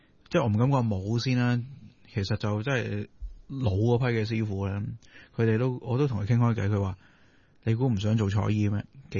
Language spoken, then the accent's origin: Cantonese; Hong Kong; 我哋香港人